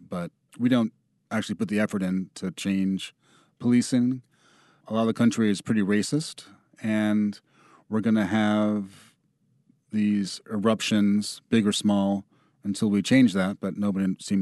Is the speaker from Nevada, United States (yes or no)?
no; New York, United States; And I grew up in New York in the 80s, where you'd hear about Michael Griffith, Eleanor Bumpers.